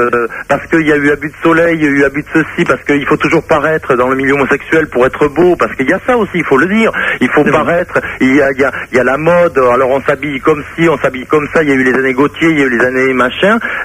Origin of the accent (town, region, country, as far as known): Mont-de-Marsan, Nouvelle-Aquitaine, France